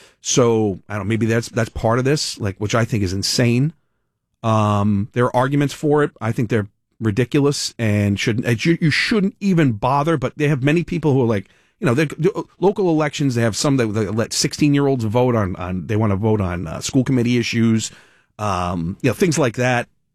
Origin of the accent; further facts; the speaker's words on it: Providence, Rhode Island, United States; born there; I was born in Women and Infants Hospital in Providence.